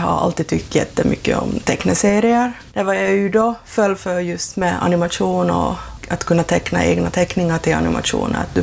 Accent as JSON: {"language": "Swedish", "town": "Kaskö", "region": "Ostrobothnia", "country": "Finland", "said": "Jag är från Kaskö och här är ju en sån här perfekt setting för en mystisk värld."}